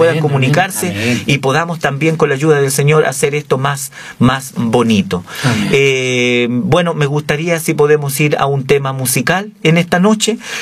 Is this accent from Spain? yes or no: no; Chile; Somos chilenos todos